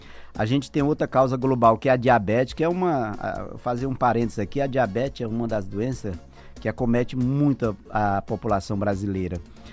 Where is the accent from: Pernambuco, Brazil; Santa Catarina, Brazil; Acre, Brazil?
Acre, Brazil; Rio Branco; Eu sou do Acre, de Rio Branco, né?